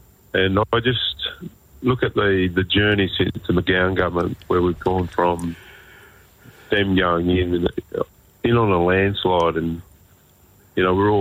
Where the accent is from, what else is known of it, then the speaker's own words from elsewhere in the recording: Western Australia, Australia; our lines go from the southwest all the way up to the Pilbara, and also the Kimberleys on my grandmother's side. And yeah, that's my connection to WA, pretty much most of the state.